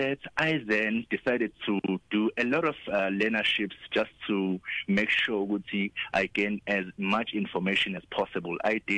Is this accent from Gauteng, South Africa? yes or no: no; Pietermaritzburg, KwaZulu-Natal, South Africa; born and bred in Pietermaritzburg, in the Wenasemaqongo.